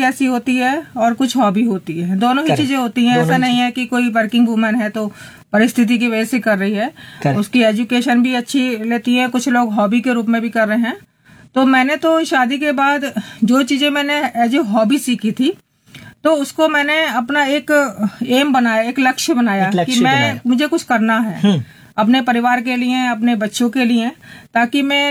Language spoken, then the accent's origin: Hindi; Moradabad, Uttar Pradesh, India; मैं यहीं मुरादाबाद से बिलोंग करती हूं